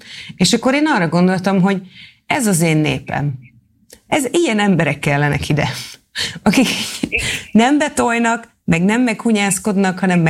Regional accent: Nyíregyháza, Szabolcs-Szatmár-Bereg, Hungary; azon a lakótelepen történt, ahol én is felnőttem Örökösföldön

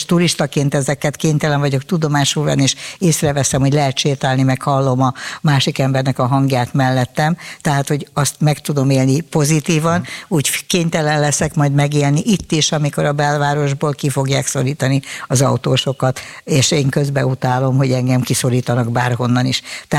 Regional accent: Budapest, Hungary; és én nekem kívülállóként és budapestiként az az érdekem, hogy az én kormányom legyen jóba az én fővárosommal, mert akkor nekem itt lakóként akkor lesz jó a helyzetem.

